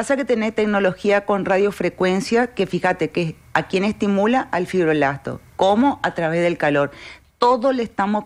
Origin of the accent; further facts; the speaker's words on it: Argentina; moved away as an adult; now in Paraguay; yo soy argentina, yo vine en el 2001